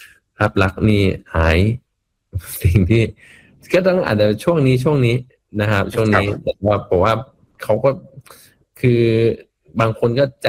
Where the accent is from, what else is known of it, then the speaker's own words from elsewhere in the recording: Bangkok, Thailand; เพราะเราคนกรุงเทพเนาะเราเห็นความเปลี่ยนแปลงในกรุงเทพอ่ะค่อนข้างเยอะ